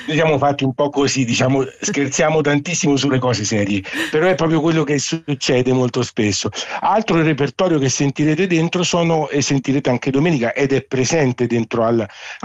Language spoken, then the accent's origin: Italian; Assisi, Umbria, Italy; born there; Noi che siamo nati ad Assisi